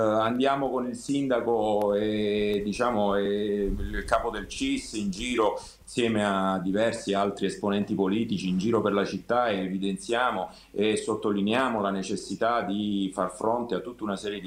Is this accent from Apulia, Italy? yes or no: yes; Taranto, Apulia, Italy